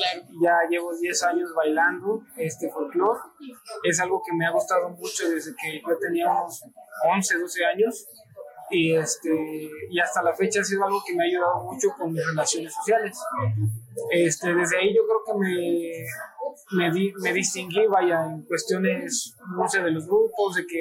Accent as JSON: {"language": "Spanish", "region": "Puebla", "country": "Mexico", "moved": "yes", "said": "soy poblano"}